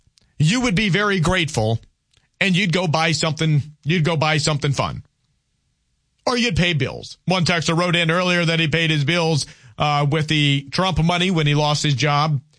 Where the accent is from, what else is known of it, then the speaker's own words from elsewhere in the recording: Louisiana, United States; You do remember where I was born and where I grew up, right? You do remember that, yes?